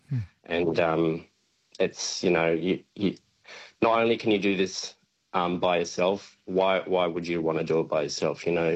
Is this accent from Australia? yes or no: yes; Newcastle, New South Wales, Australia; now in Melbourne, Australia; If not for growing up in Newcastle, it really taught me important morals and life lessons there.